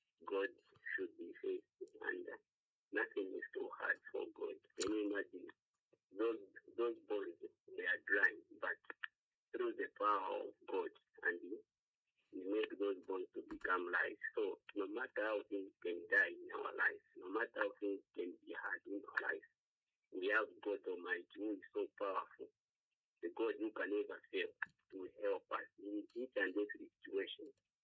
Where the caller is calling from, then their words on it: Ndola, Copperbelt, Zambia; I'm calling from Ndola.